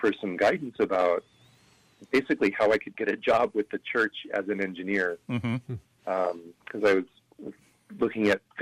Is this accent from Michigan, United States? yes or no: no; Pasco, Washington, United States; I was born and raised in Pasco, Washington, and so I grew up in St. Patrick Parish, which is now the largest parish in the diocese.